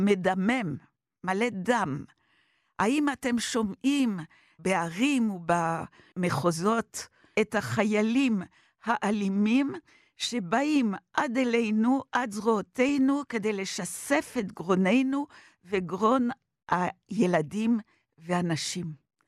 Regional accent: Paris, Île-de-France, France; אני צרפתיה בין צרפתים. יהודיה בוודאי, דתיה אגב. אני נולדתי בפריז למזלי, אני מאוהבת בפריז.

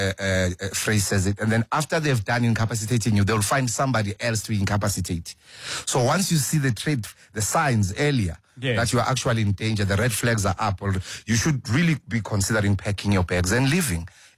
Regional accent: Transvaal, South Africa; born there; being a migrant worker in your own country is actually very weird because I was born in Transvaal. Mm. I was not born in Gauteng.

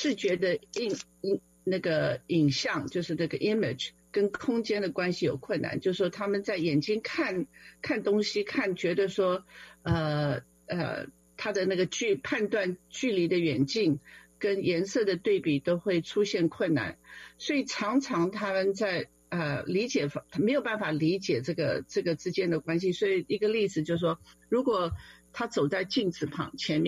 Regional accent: Fujian, China; ，我们是福建人

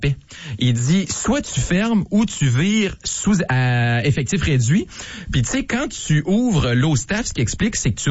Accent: Quebec City, Quebec, Canada; moved away as an adult; now in Chicoutimi, Canada; ça fait 3 ans maintenant, un peu plus de 3 ans que je suis saguenéen, chicoutimien. Ouais. Je suis originaire de Québec.

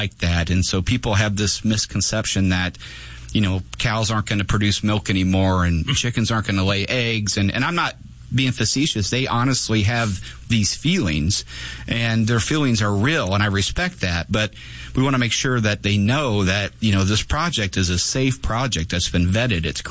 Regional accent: Divernon, Illinois, United States; So, I grew up in Divernon.

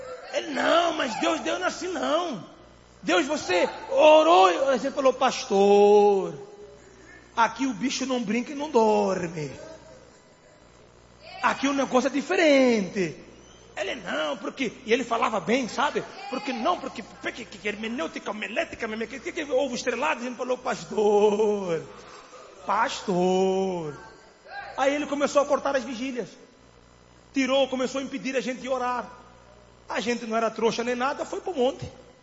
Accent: Mozambique; Há uns anos, foi um pastor em minha terra, Moçambique, e ele era do Rio de Janeiro. Esse pastor chegou na minha terra e nós tínhamos vigília todo final de semana.

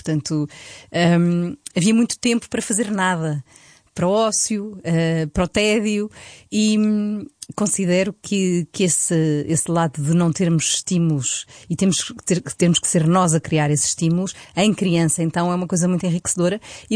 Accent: Loures, Lisbon, Portugal; also born or lived in Buraca; depois mudámos-nos para Loures, uma zona rural, Saloia, eu tenho muito orgulho em ser Saloia, onde cresci livremente, assim pelo campo, vivíamos no meio do mote.

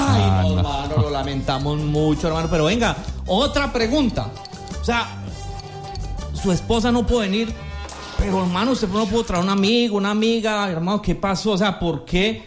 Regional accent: Colombia; No, yo soy colombiano, yo soy de Colombia, hermano. Vengo aquí a animar a mi selección porque hoy vamos a ganar

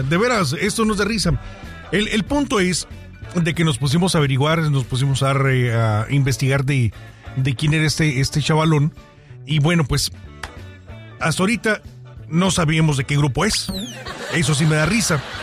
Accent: Mexico

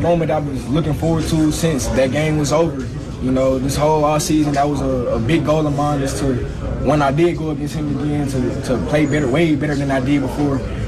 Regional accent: Texas, United States; then I'm from Texas.

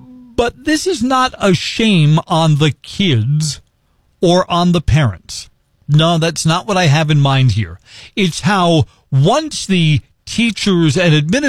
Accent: New York City, New York, United States; moved away; I grew up in Gravesend. Gravesend is a neighboring community not far from Coney Island.

